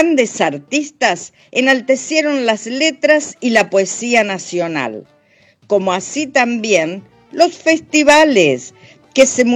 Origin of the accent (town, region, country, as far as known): Argentina